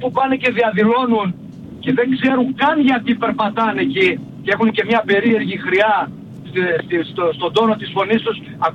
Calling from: Peraia, Central Macedonia, Greece; Εγώ είμαι κάτοικος Περαίας από το 2003.

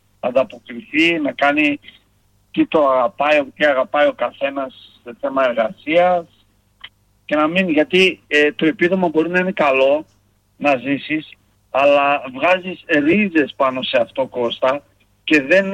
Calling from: Germany; και εδώ πέρα στη Γερμανία μου το έχουν πει.

